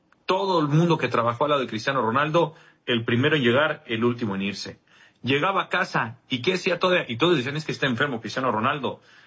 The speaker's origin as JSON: {"language": "Spanish", "country": "Mexico", "said": "nosotros mismos como mexicanos"}